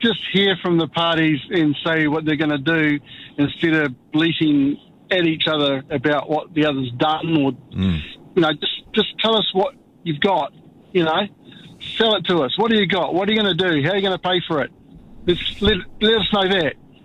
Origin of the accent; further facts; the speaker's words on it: New Zealand; As a New Zealander, here I am.